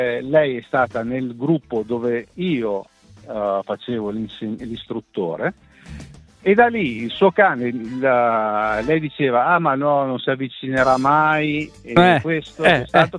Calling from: Vimercate, Lombardy, Italy; del mio paese, che è di Vimercate.

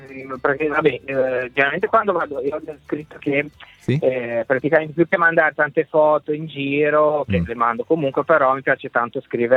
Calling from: Genoa, Liguria, Italy; sono di Genova, ora ne venivo giù dal Piemonte

